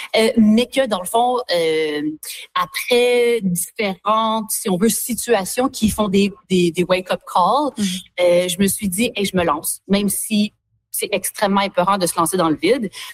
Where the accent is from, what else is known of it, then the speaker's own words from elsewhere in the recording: Quebec, Canada; moved away; qui m'a toujours habité finalement depuis que je suis partie du Québec en 2007 à ce moment-là.